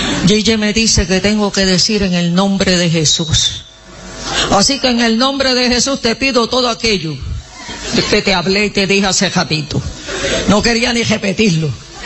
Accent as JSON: {"language": "Spanish", "country": "Puerto Rico", "moved": "yes", "said": "Acuérdense que yo vengo de Puerto Rico."}